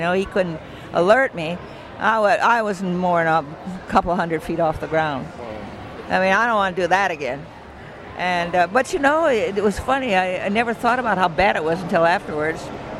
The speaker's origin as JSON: {"language": "English", "town": "Rochester", "region": "Minnesota", "country": "United States", "tie": "born or raised there", "said": "I grew up near Rochester, Minnesota"}